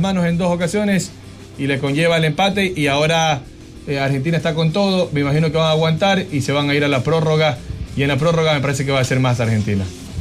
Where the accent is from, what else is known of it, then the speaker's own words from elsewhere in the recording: Ecuador; yo soy ecuatoriano.